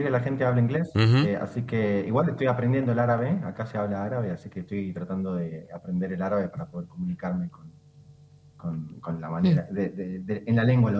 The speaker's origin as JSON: {"language": "Spanish", "country": "Argentina", "moved": "yes", "lives_now": "Jordan", "said": "yo soy el único argentino acá que da clases de tango."}